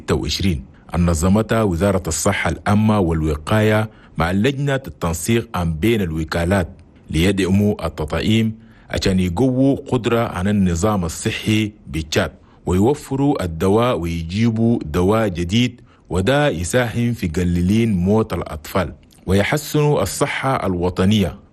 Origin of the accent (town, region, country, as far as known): Chad